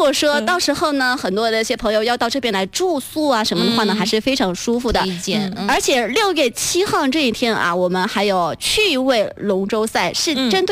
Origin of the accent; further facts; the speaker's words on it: Nanchong, Sichuan, China; 作为南充人